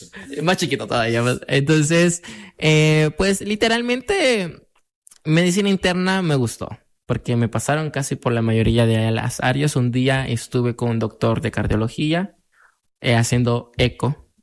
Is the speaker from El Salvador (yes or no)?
yes; El Salvador; Y te preguntan, ¿de dónde eres? Y uno le dice, soy de El Salvador